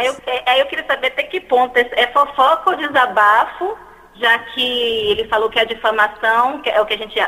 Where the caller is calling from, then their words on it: Milan, Lombardy, Italy; Eu falo de Milão.